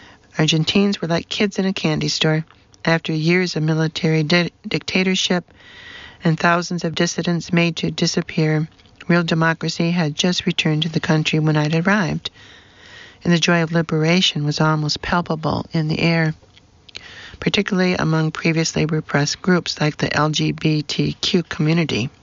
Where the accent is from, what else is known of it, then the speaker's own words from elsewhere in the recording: United States; The difficulty I had wrapping my head around that notion revealed to me just what growing up in the States had done to me.